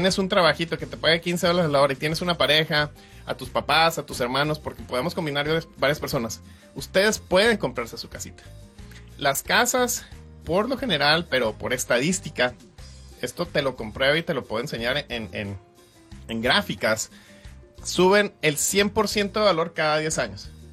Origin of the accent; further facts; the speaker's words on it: Mexico; now in United States; En mi país, yo vengo de México